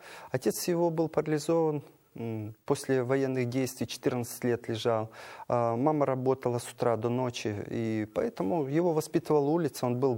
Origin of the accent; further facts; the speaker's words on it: Zhytomyr Oblast, Ukraine; also born or lived in Kyiv; Родился я в городе Киеве. А все детство провел в Житомирской области на Украине.